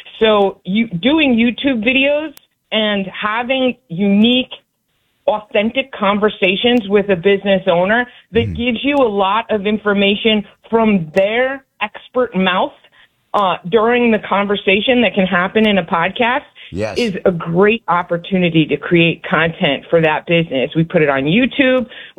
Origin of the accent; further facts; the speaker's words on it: Point Pleasant, New Jersey, United States; Born and bred on the Jersey Shore. Yeah, born in Point Pleasant Hospital. Now we're down a little further south. We're closer to Seaside these days